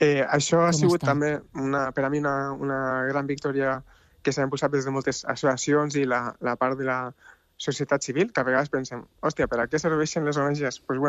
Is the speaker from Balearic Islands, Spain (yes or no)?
no; Tarragona, Catalonia, Spain; now in Basque Country, Spain; jo sóc de Tarragona, però jo estic vivint al País Basc